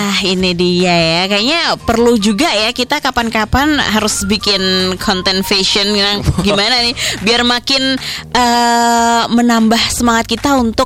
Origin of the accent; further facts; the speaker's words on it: Magelang, Central Java, Indonesia; kita kan sebagai warga Magelang juga tahu ya, pakai bahasa Jawa